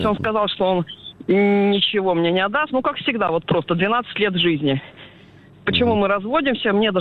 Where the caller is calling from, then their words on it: Yaroslavl Oblast, Russia; Около Углича.